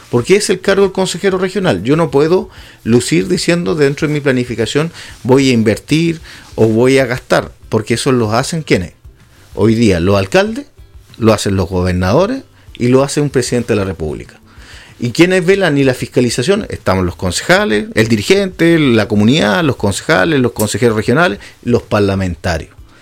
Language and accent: Spanish; Hualaihué, Los Lagos, Chile; soy de Gualegüe